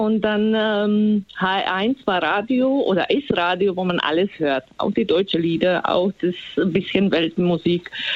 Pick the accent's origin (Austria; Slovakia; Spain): Slovakia; German is a second language; now in Germany; ich komme ursprünglich aus der ehemaligen Tschechoslowakei. Jetzt ist das die Slowakei.